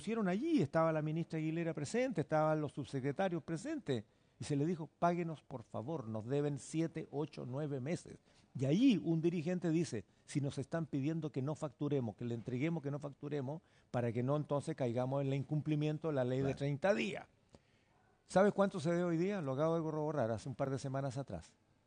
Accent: Chile; Como chilenos, como cultura.

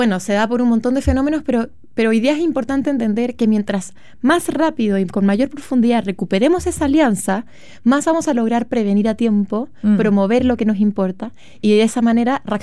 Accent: Chile; Y como chilenos tenemos hoy día una relación familia-escuela súper quebrada.

